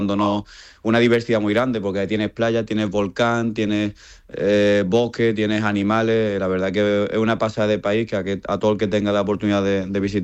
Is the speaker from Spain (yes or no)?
yes; Málaga, Andalusia, Spain; yo nací en Málaga, soy malagueño, me he crecido en Málaga, mi madre es malagueña.